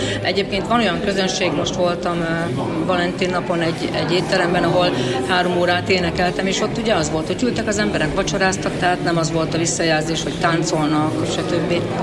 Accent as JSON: {"language": "Hungarian", "town": "Miskolc", "region": "Borsod-Abaúj-Zemplén", "country": "Hungary", "said": "Amúgy miskolci vagyok, tehát én az egyetlen tag vagyok, aki miskolci."}